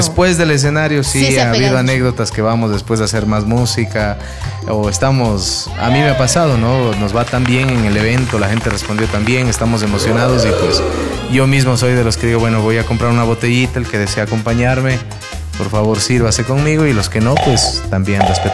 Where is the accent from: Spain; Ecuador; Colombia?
Ecuador; como buen ecuatoriano somos raros